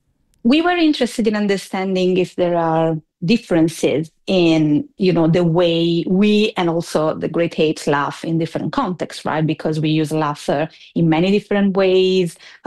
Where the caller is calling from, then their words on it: Italy; At this moment, I'm speaking from Italy.